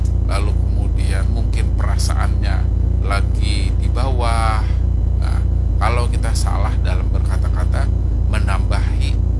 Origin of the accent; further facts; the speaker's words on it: Kalimantan, Indonesia; kita warga Kalimantan